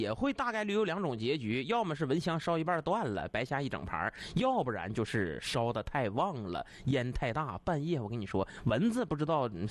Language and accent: Chinese; Northeast China, China; 而且大伙都知道咱东北吧，夏天开窗户睡觉